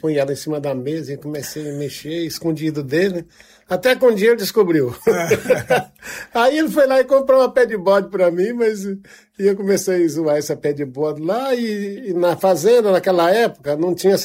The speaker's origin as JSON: {"language": "Portuguese", "town": "Jaraguari", "region": "Mato Grosso do Sul", "country": "Brazil", "said": "Sou de Jaraguari."}